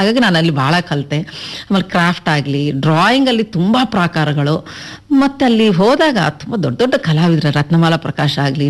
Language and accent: Kannada; Madanapalle, Andhra Pradesh, India; first language Telugu; Kannada is a second language; moved away as an adult; now in Karnataka, India; ಮದನಪಲ್ಲಿ ಅಂತ ತಿರುಪತಿ ಹತ್ರ ಆಂಧ್ರ. ಆಕ್ಚುಲ್ ಆಗಿ ನನಗೆ ಮದುವೆ ನಂತರ ನಾನು ಕನ್ನಡ ಮಾತಾಡೋದಾಗ್ಲಿ ಬರೆಯೋದಾಗ್ಲಿ ಎಲ್ಲಾನು ನಾನು ಕನ್ನಡ ನನ್ನ ಮಗಳಿಗೋಸ್ಕರ ಕಲ್ತಿದ್ದು ಮೇಡಮ್ ಬರೆಯೋದು ಅಂತ.